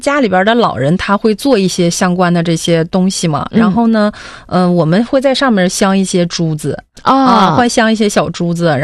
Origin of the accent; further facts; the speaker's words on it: Northeast China, China; 我们东北这边，就是长白山那边